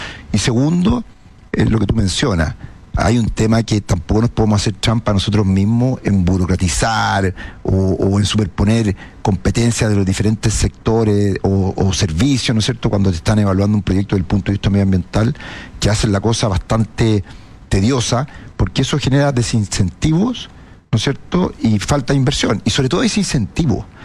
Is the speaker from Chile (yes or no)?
yes; Chile; Mira, Gonzalo, yo creo que como chilenos nosotros estamos obligados a replantearnos.